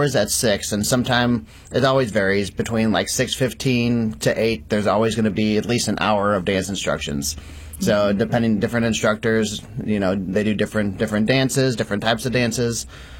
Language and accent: English; Oakville, Missouri, United States; now in Festus, United States; I was born and raised up in Oakville, St. Louis County, but my family was originally from Jefferson County. So I'm a seventh-generation Jefferson Countyan. Over there in Arnold, there's Vogel Road. That's where we landed in the early 1800s.